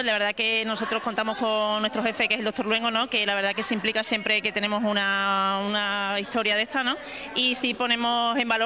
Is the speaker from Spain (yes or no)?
yes; Almendralejo, Extremadura, Spain; en mi pueblo de Almendralejo huele a mosto